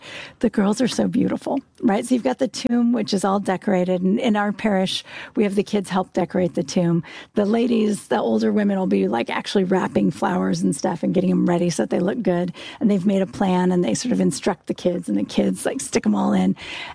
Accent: United States; we're American people.

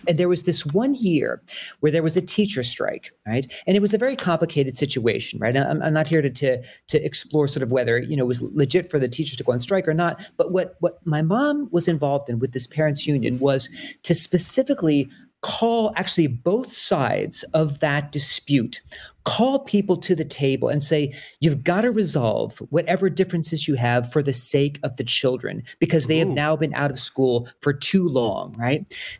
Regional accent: Philadelphia, Pennsylvania, United States; born or raised there

